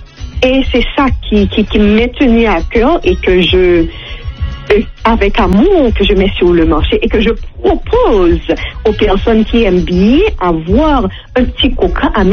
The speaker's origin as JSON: {"language": "French", "country": "Haiti", "said": "je suis haïtienne."}